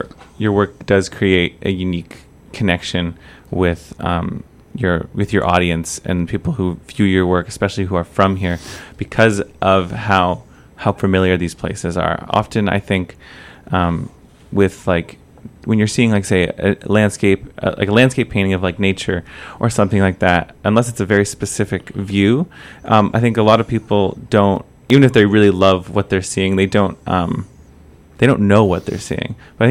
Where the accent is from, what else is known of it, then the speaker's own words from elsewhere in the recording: Hamilton, Ontario, Canada; as someone who has grown up here